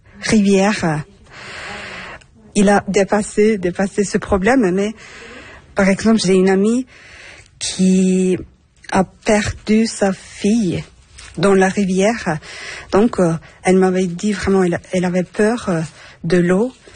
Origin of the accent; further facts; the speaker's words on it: Turkey; French is a second language; now in Switzerland; Alors, je viens de Turquie. Mon histoire, c'est un peu différent que les autres, je crois, mais parce que je suis venue d'un Irak.